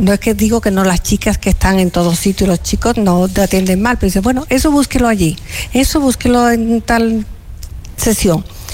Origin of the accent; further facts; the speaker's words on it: Málaga, Andalusia, Spain; yo como malagueña, yo voy a comprar a sitios malagueños, aunque me pille más lejos, me da igual, porque creo que tenemos que luchar por nuestra Málaga